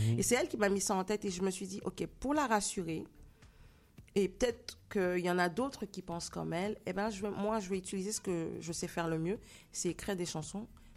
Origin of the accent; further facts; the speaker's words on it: Guadeloupe; moved away as an adult; now in Quebec, Canada; moi, ben, je viens de la Caraïbe. Et forcément, quand tu dis que tu viens de la Caraïbe et que tu as envie de faire de la musique, surtout quand tu as grandi en Guadeloupe